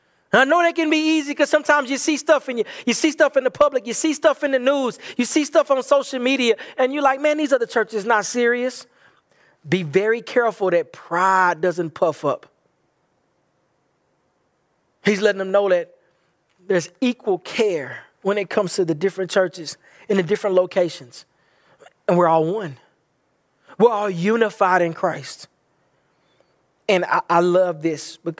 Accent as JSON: {"language": "English", "region": "Bible Belt", "country": "United States", "tie": "born or raised there", "said": "I do come from a background from where I'm from, and growing up in the Bible Belt"}